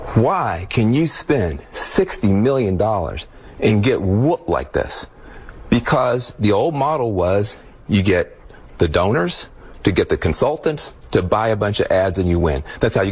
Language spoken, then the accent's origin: English; Jackson, Tennessee, United States; This is a whole ball of wax. I'm from Jackson, Tennessee.